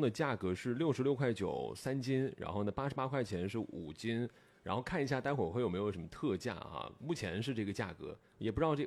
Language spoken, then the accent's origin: Chinese; Xiajiang, Jiangxi, China; 峡江是我的老家。